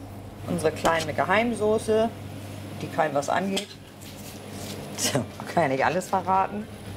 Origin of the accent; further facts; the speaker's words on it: Scharbeutz, Schleswig-Holstein, Germany; Ich bin hier groß geworden in der Alkarte. Ich bin hier sogar geboren. Ich bin tatsächlich hier geboren, vor Ort, auch in diesem Haus. Also ja, und immer am Wasser gewesen.